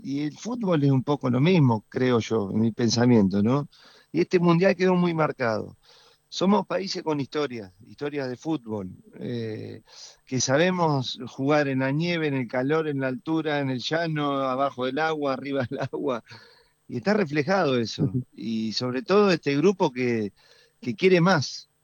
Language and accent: Spanish; Argentina; now in Monterrey, Mexico